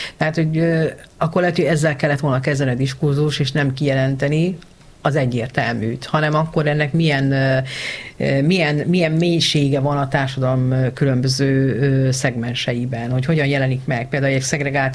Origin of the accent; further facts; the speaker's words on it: Hungary; nem úgy vagyok magyar, ahogy a magyarok akarják rólam látni, hogy én magyar vagyok